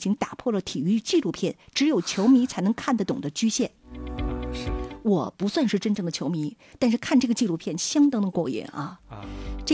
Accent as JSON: {"language": "Chinese", "town": "Dalian", "region": "Liaoning", "country": "China", "said": "这个就在我们的家乡，对不对啊？"}